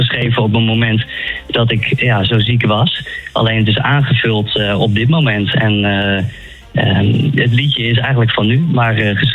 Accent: Drenthe, Netherlands; Ik denk dat ik ben een echte Drent

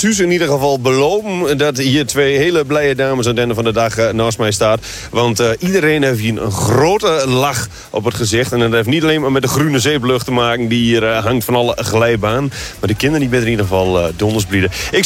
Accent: Drenthe, Netherlands; Ik kom zelf uit Midden-Drenthe.

